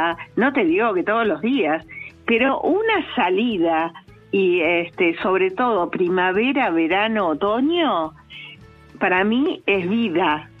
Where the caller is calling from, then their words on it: Acasuso, Buenos Aires Province, Argentina; de Acasuso.